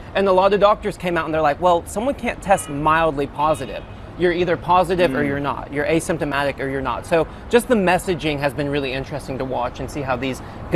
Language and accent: English; United States; being an American